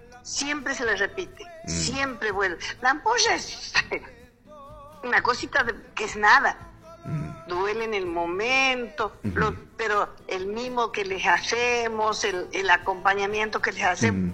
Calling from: Santiago del Estero, Argentina; en la ciudad capital

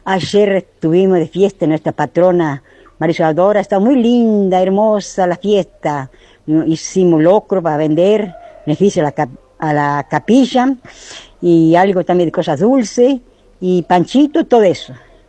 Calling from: Santiago del Estero, Argentina; hermana de Omar, soy de Cayico.

